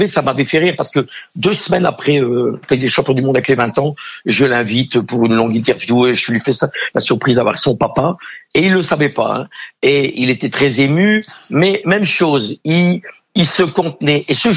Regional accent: Belgium; quand je suis pas belge, je suis français

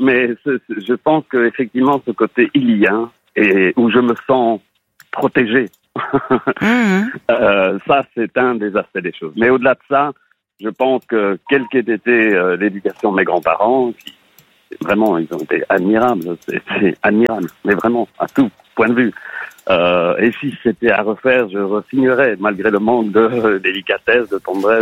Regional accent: Belgium; born there; Je suis né en Belgique, tout simplement.

